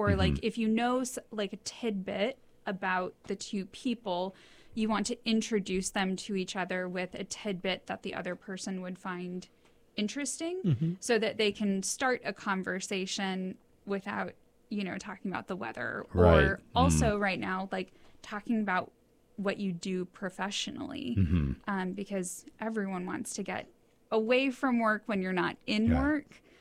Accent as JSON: {"language": "English", "region": "Georgia", "country": "United States", "tie": "born or raised there", "said": "So we grew up in Georgia"}